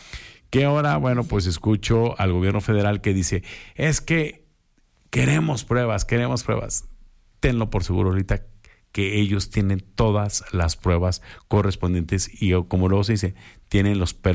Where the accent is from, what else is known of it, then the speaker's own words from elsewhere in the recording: Aguascalientes, Mexico; lo que nos puede afectar a nosotros como mexicanos y sobre todo como aguascalentenses